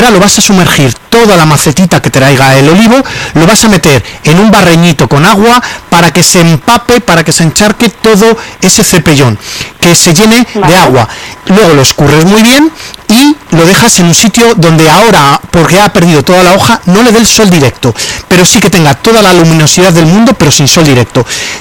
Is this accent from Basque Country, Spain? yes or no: no; Valencian Community, Spain